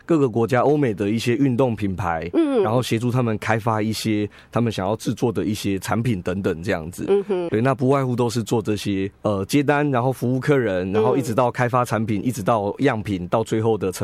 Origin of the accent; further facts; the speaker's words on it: Yilan County, Taiwan; moved away as an adult; 然后我又很想要回到宜兰来生活跟工作，因为我们从小就是在宜兰长大的孩子这样子。